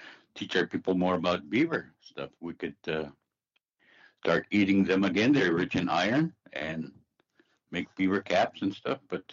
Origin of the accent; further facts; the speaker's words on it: Alaska, United States; as a kid growing up, I grew up hunting beaver on the Selwick River, Selwick Delta, lakes, ponds.